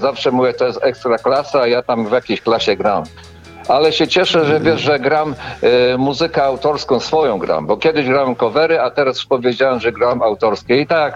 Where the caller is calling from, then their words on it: Olsztyn, Warmian-Masurian Voivodeship, Poland; mieszkam w Olsztynie.